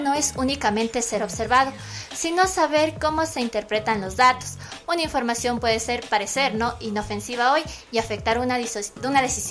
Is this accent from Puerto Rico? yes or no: no; Ecuador; A nosotros como ecuatorianos